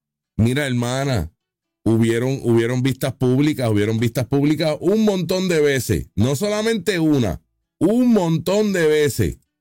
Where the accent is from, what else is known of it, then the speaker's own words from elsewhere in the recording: Puerto Rico; Yo soy boricua. Boricua soy.